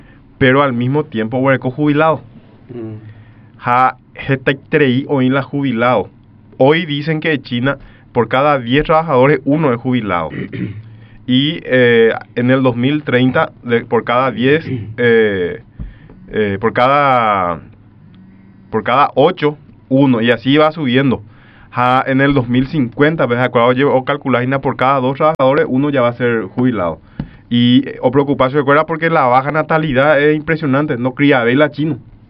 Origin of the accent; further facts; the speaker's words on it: Paraguay; nuestro sentido de proximidad es inmenso como paraguayo